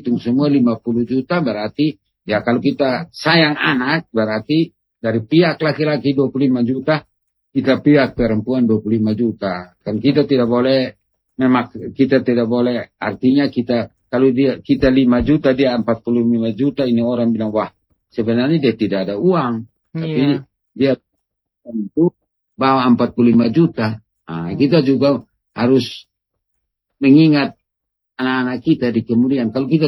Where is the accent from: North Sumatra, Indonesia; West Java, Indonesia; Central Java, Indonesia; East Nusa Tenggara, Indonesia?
East Nusa Tenggara, Indonesia; Amanuban; Ya, ya kalau tradisi saya kan orang Amanuban, jadi saya tidak boleh minta adat lebih dari istri saya.